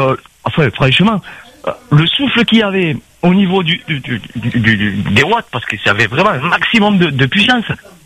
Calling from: Réunion; ça fait 35 ans que je suis à La Réunion

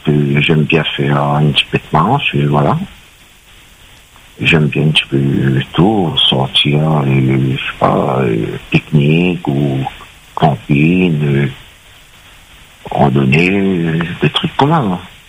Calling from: Saint-Denis, Réunion; j'habite à Saint-Denis.

